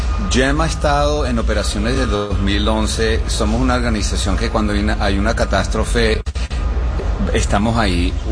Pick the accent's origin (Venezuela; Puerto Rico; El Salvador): Venezuela; now in Miami, United States; Yo, siendo venezolano como tú, nos sentimos como, cónchale, ¿qué hacemos, no?